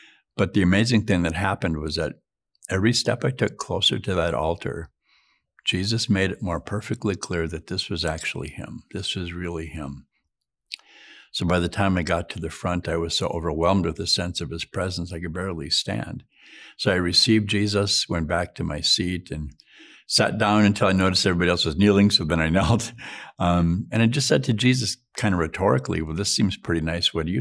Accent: Duluth, Minnesota, United States; including the bishop of my hometown, the Bishop of Duluth.

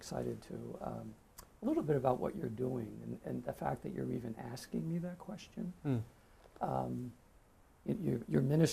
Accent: Long Island, New York, United States; I'm from New York, Long Island. I think I was brought up with faith. My father was a person of faith. My mother was a Southern Baptist who converted about 10 years into their marriage

